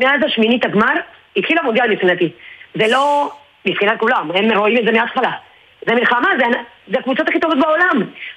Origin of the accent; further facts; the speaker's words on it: Argentina; מותר לי להגיד כארגנטינאית